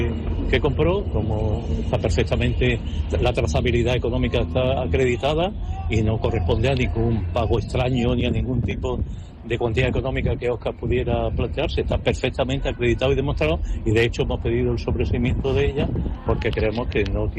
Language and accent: Spanish; Granada, Andalusia, Spain; le recuerdo a todos que soy de Granada y estamos en fiestas, ¿no?